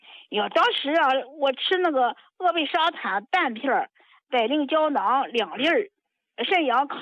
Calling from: Shijiazhuang, Hebei, China; 我是河北石家庄的一个新患者。

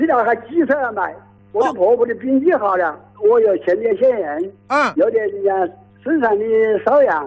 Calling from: Wuhan, Hubei, China; 我是武汉市蔡甸区聚义街的协山村的户口。

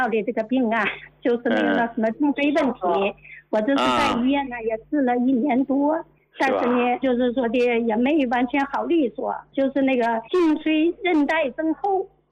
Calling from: Tianjin, China; 我是天津的患者，我跟我妈现在都吃那个参柏固因颗粒呢。

